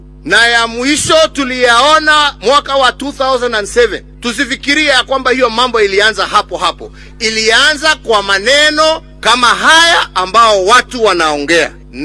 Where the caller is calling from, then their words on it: Kenya; sisi ni Wakenya na tunapenda nchi yetu